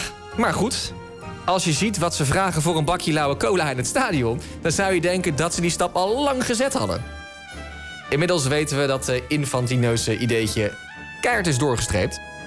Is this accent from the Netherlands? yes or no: yes; Netherlands; als Nederlanders klagen we daar soms toch wel een klein beetje over.